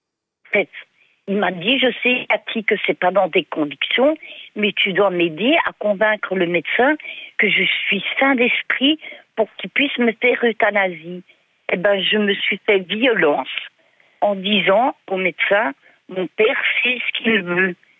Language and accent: French; Belgium; Je suis belge, convertie à l'islam depuis presque 40 ans.